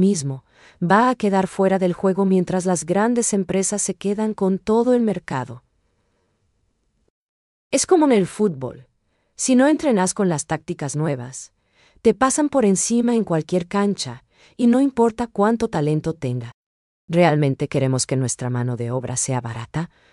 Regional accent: Paraguay

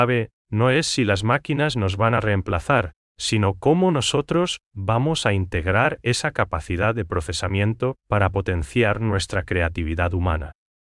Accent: Paraguay; esa calidez que nos caracteriza como paraguayos

